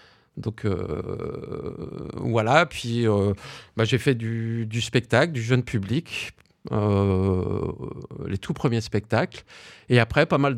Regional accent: Lille, Hauts-de-France, France; moi je suis originaire de Lille

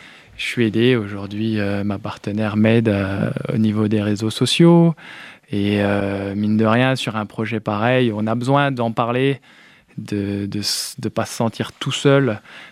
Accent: Chaumont, Grand Est, France; now in Die, France; Moi, je suis à côté de Colombey-les-Deux-Églises, en Haute-Marne. Du coup, je suis né à Chaumont.

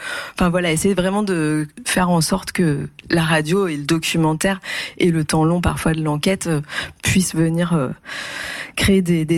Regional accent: Occitanie, France; chez nous, dans le Tarn et l'Aveyron

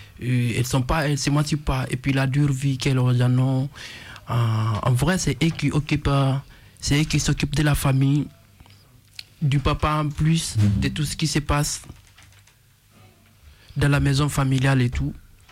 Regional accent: Guinea; moved away; le rythme de chez moi, de la Guinée qu'on a.

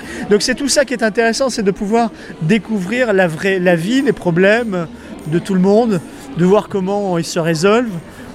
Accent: France; Même moi j'ai pas besoin de visa pour les États-Unis, je suis français.

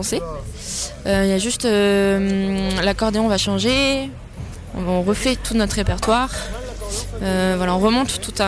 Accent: Toulouse, Occitanie, France; Je suis de Toulouse

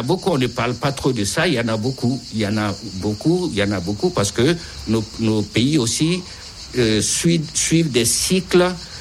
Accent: Mali; C'est que moi, je suis malien.

